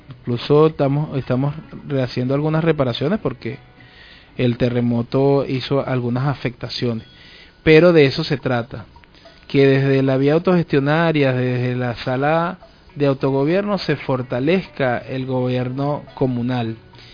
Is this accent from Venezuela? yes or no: yes; Venezuela; los venezolanos somos un pueblo resiliente, un pueblo solidario y un pueblo que en las dificultades nos crecemos